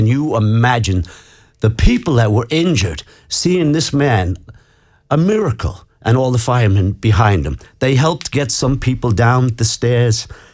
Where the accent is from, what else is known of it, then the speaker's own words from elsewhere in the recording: Charlestown, Connacht, Ireland; also born or lived in New York, United States; Yeah, I was born in New York and we moved back to Ireland in 73 to Charlestown. And then Dad opened a business and stayed in Tub of Curry until 79, went back to America.